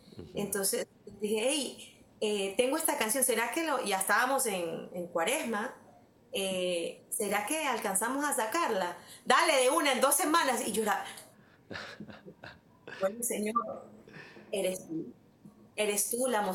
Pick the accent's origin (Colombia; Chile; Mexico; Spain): Colombia; moved away; also born or lived in Panama; yo lloré porque dejé Colombia y llegué a Panamá para sufrir. Y cuando me fui de Panamá salí llorando también porque no me quería ir.